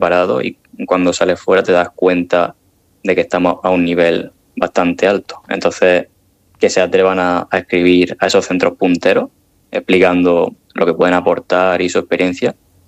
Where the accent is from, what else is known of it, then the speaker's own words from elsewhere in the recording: Murcia, Region of Murcia, Spain; now in Zurich, Switzerland; un saludo muy fuerte desde Zúrich para los oyentes y, por supuesto, para mi tierra, para Murcia.